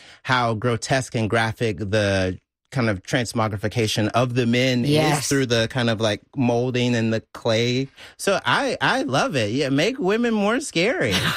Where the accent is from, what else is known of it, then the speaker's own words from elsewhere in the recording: United States; I grew up in America during the age of, sad to bring it up, but school shootings.